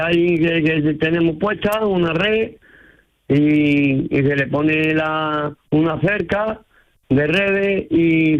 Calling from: Castilleja de Guzmán, Andalusia, Spain; El Castilleja de Guzmán.

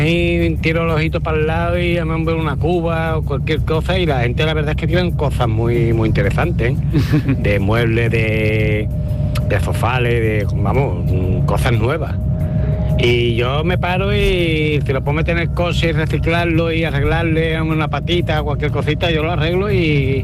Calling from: Utrera, Andalusia, Spain; de Utrera.

